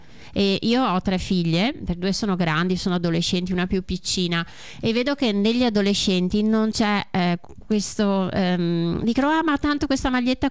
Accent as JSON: {"language": "Italian", "town": "Belluno", "region": "Veneto", "country": "Italy", "said": "sono di Belluno."}